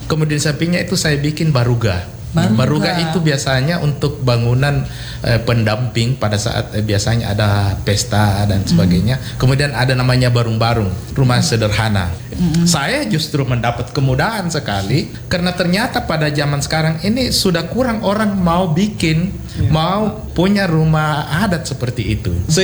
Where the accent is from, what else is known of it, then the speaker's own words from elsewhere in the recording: Galesong, South Sulawesi, Indonesia; Jadi kalau belakangan ada yang tanya kamu orang apa, saya orang Galesung. Cucu saya bisa mengatakan saya orang Galesung. Ada rumah adat saya di Galesung.